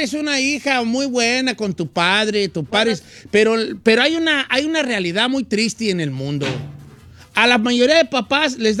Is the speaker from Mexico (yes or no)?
yes; Michoacán, Mexico; yo no tengo que irle a nadie, porque yo soy de Michoacán, ¿verdad?